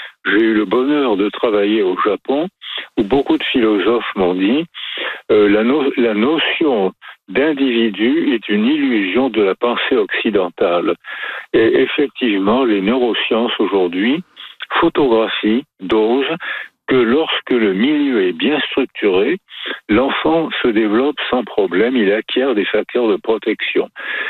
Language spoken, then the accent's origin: French; France; born there; moi je suis né en France, donc je parlais français sans accent